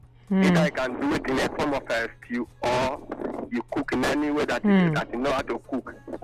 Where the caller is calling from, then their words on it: Rivers, Nigeria; I'm from River State under both local government.